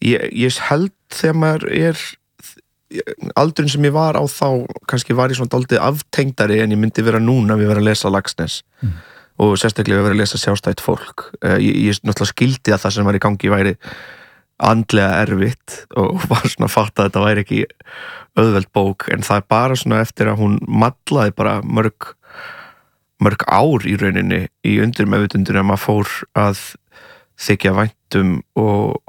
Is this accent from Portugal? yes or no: yes; Portugal; Icelandic is a second language; Ég, eins og ég hef sagt svona 300 sinnum og fólk er örglega þreytt á að hérna, náttúrulega ólst upp í Portugal.